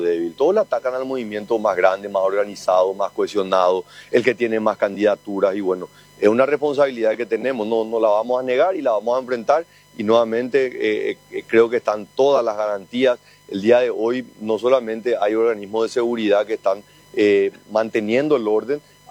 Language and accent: Spanish; Paraguay